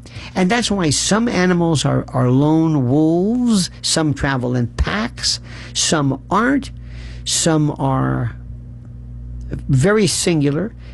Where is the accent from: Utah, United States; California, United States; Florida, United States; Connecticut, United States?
Florida, United States; growing up in Florida